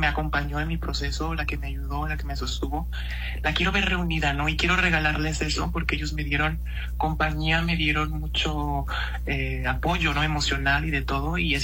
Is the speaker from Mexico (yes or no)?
yes; Mexico; Y que sabes que yo siempre lo veo como mexicano, de que decimos en México que hay vida después de la muerte